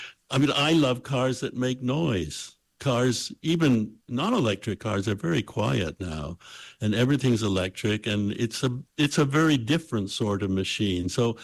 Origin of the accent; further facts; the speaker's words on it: Canada; I grew up in Canada, which is quite very cold, which creates all sorts of special problems for cars.